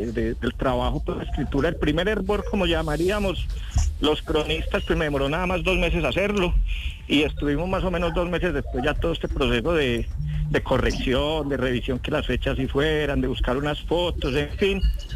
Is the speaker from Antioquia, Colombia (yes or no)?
yes; Antioquia, Colombia; yo como medio entre charlando en serio, como somos los paisas